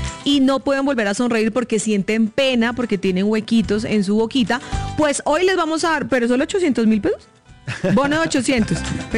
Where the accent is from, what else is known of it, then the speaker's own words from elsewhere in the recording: Boyacá, Colombia; Yo soy buena de verdad, como buena colombiana y boyacense.